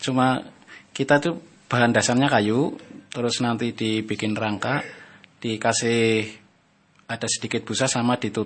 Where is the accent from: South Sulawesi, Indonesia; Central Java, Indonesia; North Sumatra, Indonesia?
Central Java, Indonesia; Jeleleng; saya dari Jeleleng Wirasana.